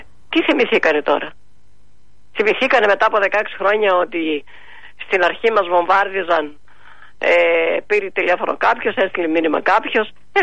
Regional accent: Ioannina, Epirus, Greece; moved away; τα ωραία Γιάννενα, τρελαίνομαι για τα Γιάννενα. Καλά, δεν πέφτω κάτω καθόλου, επειδή είναι η πατρίδα μου.

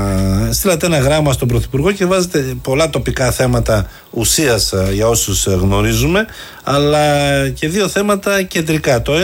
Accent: Western Greece, Greece; Την πατρίδα μου.

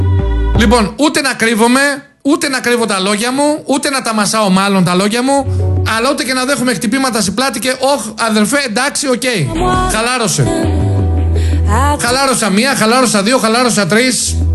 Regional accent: Preveza, Epirus, Greece; Πραγματικά ντρέπομαι και εγώ ότι κατάγομαι από Πρέβεζα.

